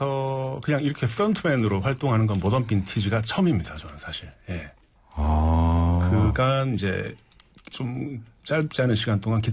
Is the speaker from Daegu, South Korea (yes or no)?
yes; Daegu, South Korea; accent: Daegu dialect; 저는 그냥 대구 토박이고